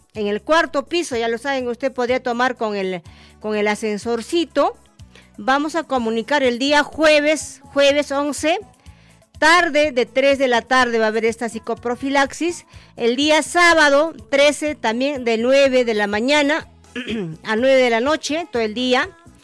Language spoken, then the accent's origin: Spanish; Peru; Los peruanos no reflexionamos